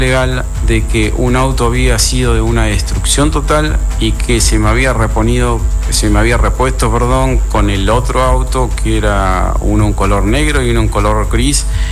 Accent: Argentina; soy argentino, pero vengo de un sistema americano y las leyes, todo es muy estricto.

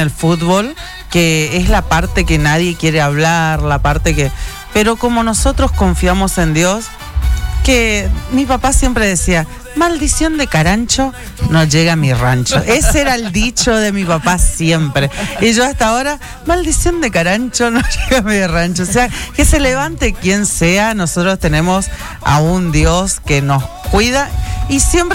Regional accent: Argentina; Y bueno, pero somos argentinos.

